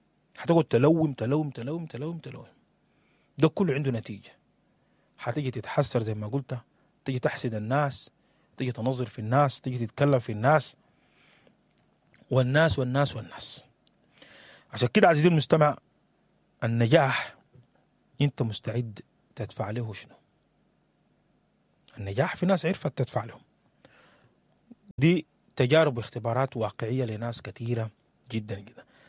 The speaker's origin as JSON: {"language": "Arabic", "country": "Sudan", "moved": "yes", "said": "قصة ديك رجعت لنا لما إحنا نزحنا ولما إحنا مرقنا من السودان"}